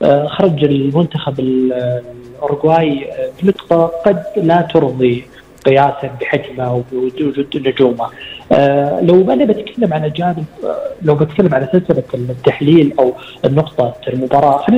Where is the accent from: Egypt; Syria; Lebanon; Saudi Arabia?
Saudi Arabia; احنا كسعوديين